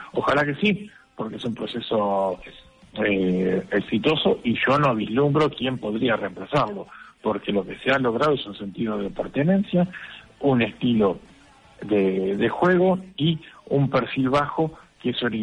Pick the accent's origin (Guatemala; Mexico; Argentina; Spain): Argentina